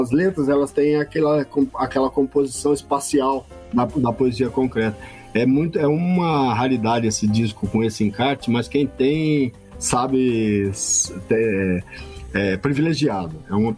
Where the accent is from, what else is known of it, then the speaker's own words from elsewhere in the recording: Sumé, Paraíba, Brazil; Mas eu não sou de lá, eu sou de Sumé. Eu nasci em Sumé, mas minha mãe registrou em Campina Grande.